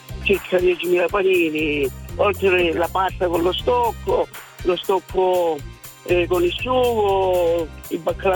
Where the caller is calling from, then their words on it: Calabria, Italy; nel mio paese, anche nelle vicinanze, tra Cittanova, nella provincia di Reggio Calabria